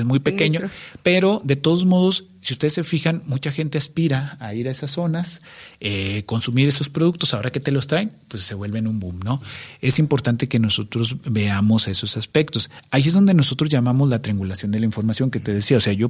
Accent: Mexico

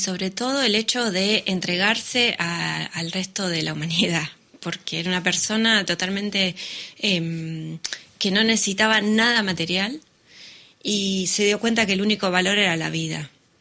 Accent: Argentina

